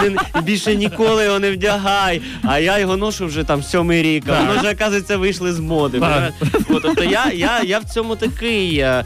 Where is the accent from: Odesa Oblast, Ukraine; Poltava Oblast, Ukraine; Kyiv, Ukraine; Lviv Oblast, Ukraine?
Kyiv, Ukraine; А я з Києва їздив.